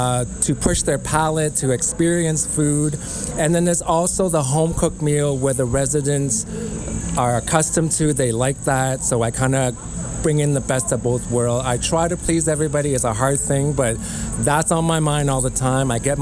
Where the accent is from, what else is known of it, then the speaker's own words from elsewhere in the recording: Vietnam; So last month, we went to Vietnam. So that was my home country.